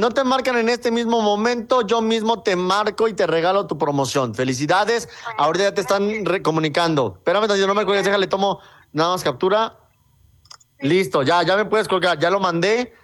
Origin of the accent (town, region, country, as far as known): Mexico